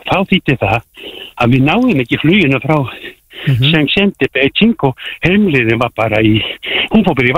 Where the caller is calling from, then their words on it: Norway; búið að vera yndislegt hérna í Noregi